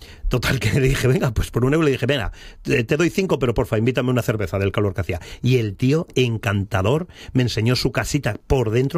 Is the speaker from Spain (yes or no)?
yes; Asturias, Spain; soy de Asturias, yo vine aquí